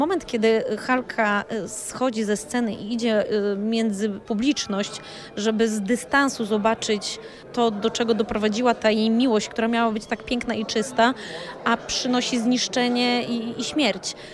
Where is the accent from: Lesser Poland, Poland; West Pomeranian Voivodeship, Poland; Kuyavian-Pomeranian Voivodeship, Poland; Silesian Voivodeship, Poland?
Lesser Poland, Poland; ja jestem dziewczyną z Podhala.